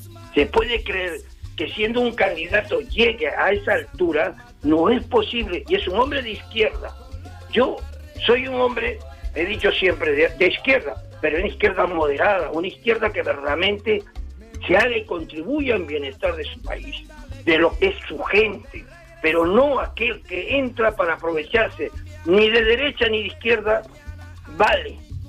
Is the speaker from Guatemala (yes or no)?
no; Peru; now in Almería, Spain